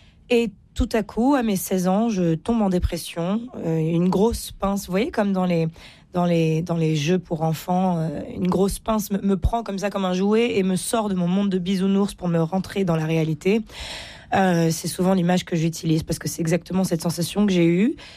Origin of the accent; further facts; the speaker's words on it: Cahors, Occitanie, France; Je me retrouve chez moi, à Cahors, dans ma grande maison, en pierre